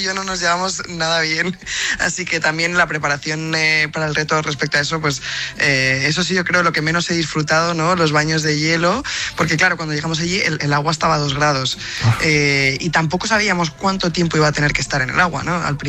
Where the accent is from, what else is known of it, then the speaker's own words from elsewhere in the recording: Spain; lo que ha significado Rafa para el deporte y sobre todo, pues si somos españoles, todavía con más orgullo.